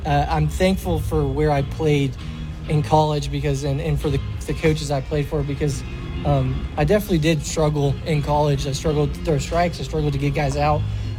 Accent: Atlanta, Georgia, United States; Chipper growing up in Atlanta.

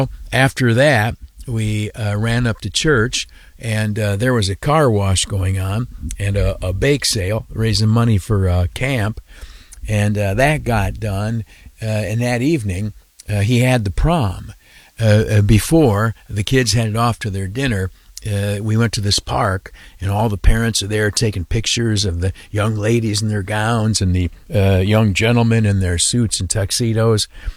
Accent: Canisteo, Steuben County, New York, United States; moved away; my hometown, Canastillo, New York, Steuben County, where I grew up.

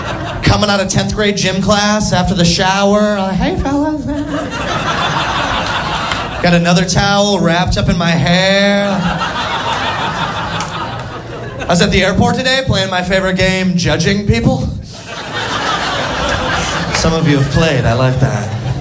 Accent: Midwest, United States; I grew up in the Midwest

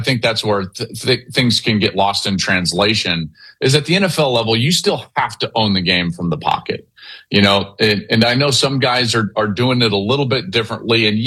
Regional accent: Denver, Colorado, United States; I'm from Denver. We can root for the Broncos.

